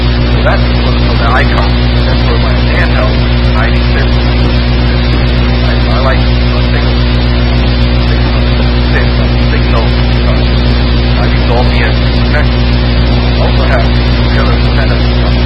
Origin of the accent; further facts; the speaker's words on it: Florida, United States; I came from Florida, and I'm trying to remember now.